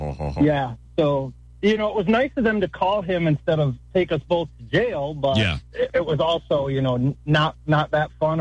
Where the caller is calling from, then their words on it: Ionia, Michigan, United States; I'm from Ionia.